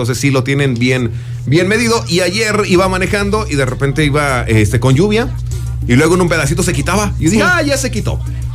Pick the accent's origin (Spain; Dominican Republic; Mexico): Mexico; Soledad de Graciano Sánchez, San Luis Potosí; Yo soy de Soledad.